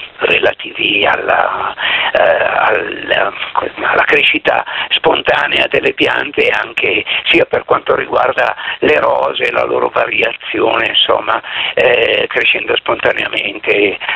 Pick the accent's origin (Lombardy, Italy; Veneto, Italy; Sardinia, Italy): Lombardy, Italy; Milan; e io sono di Milano